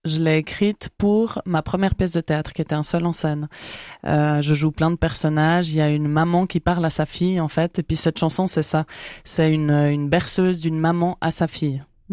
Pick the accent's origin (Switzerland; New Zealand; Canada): Switzerland; born there; first language French; même si je suis née en Suisse et puis que ma langue maternelle, au final, ben, c'est le français, même si je parle aussi italien